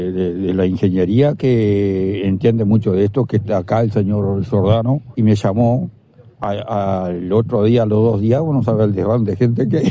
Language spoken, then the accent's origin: Spanish; Paso de la Cruz, Río Negro, Uruguay; moved away; Yo soy oriundo de Paso de la Cruz, pero estoy en Nuevo Orleans hace 45, 46 años. Sí. Yo me fui muy joven de Paso de la Cruz. Pero estoy viviendo actualmente, tengo mi familia en Berlín.